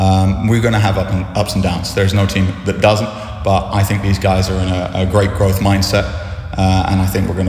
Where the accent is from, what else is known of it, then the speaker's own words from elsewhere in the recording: Scotland, United Kingdom; Well, so I'm a Scottish international.